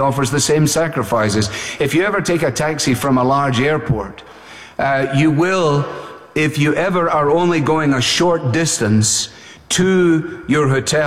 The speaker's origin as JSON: {"language": "English", "region": "Scotland", "country": "United Kingdom"}